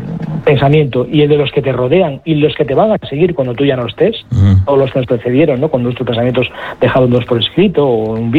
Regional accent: Galicia, Spain; me acuerdo paseando por la playa allí en Galicia, en mi tierra

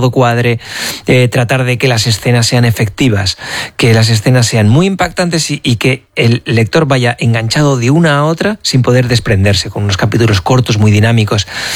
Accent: La Rioja, Spain; yo soy riojano

